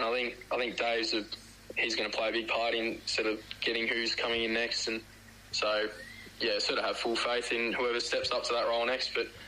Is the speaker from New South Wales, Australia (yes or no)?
yes; Wagga Wagga, New South Wales, Australia; I'm from Wagga Wagga, so that is in the Giants region. So I sort of had access to the Giants Academy when I was growing up